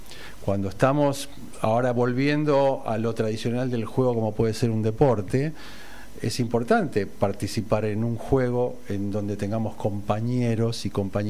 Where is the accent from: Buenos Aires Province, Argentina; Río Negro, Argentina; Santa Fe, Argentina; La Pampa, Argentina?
Buenos Aires Province, Argentina; La Plata; also born or lived in Colonia; yo soy de La Plata.